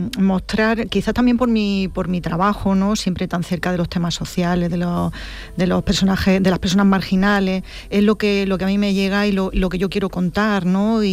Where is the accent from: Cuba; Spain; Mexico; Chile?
Spain; Andalusia; se me da en mi tierra, en Andalucía